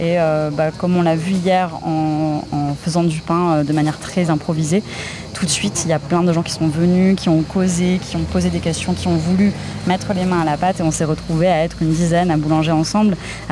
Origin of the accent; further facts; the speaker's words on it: Paris, Île-de-France, France; Je suis parisienne. Je serai toujours parisienne.